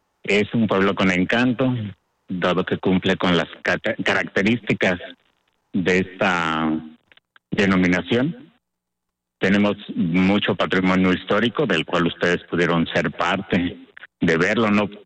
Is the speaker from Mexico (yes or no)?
yes; Tepetlaoxtoc, State of Mexico, Mexico